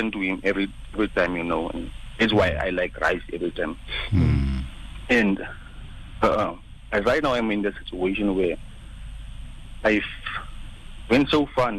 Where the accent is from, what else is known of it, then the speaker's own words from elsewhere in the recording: Windhoek, Khomas, Namibia; in my hometown, but I mean, the capital city